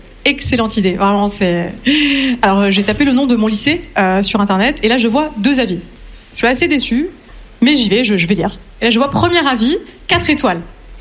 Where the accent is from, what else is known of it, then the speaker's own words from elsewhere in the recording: north-east France, France; moved away as an adult; also born or lived in Nancy; now in Marseille, France; Je viens du nord-est de la France. Depuis 2 ans, je me suis installée dans la jolie ville de Marseille. Alors à Nancy, j'étais prof d'anglais